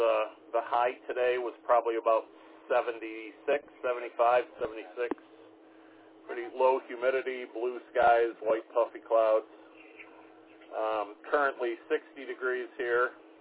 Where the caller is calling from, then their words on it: Michigan, United States; I am in the far northern tip of the Lower Peninsula, I'm about 30 miles south of the Mackinac Bridge.